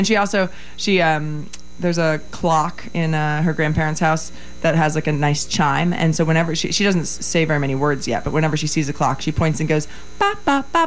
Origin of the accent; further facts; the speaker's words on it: New Jersey, United States; moved away; also born or lived in New York City; I lived in New York City for 7 years. I grew up in Jersey, playing bluegrass with my dad. You know, it's like Little House on the Turnpike.